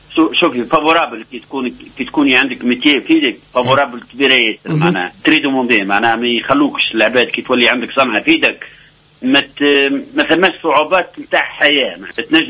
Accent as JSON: {"language": "Arabic", "town": "Tataouine", "region": "Tataouine Governorate", "country": "Tunisia", "moved": "yes", "said": "الأصحاب، ولاد الحومة، زيدون بليس، معناها أنا المرأة من هنا، معناها من تطاوين"}